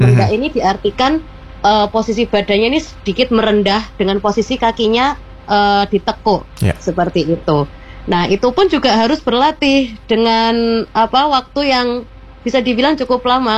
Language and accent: Indonesian; East Java, Indonesia; Misal nih seperti daerah saya khususnya di Jawa Timur memiliki pakem yang khususnya di gagahan.